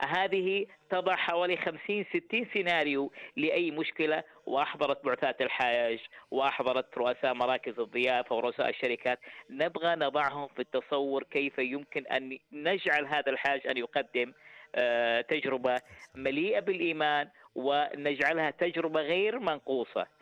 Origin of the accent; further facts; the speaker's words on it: Saudi Arabia; نتشرف جميعا كسعوديين